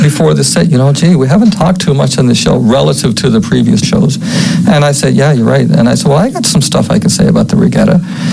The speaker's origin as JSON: {"language": "English", "region": "Newfoundland and Labrador", "country": "Canada", "tie": "born or raised there", "also_born_or_lived": "St. John's", "moved": "yes", "lives_now": "Calgary, Canada", "said": "where I grew up in Newfoundland."}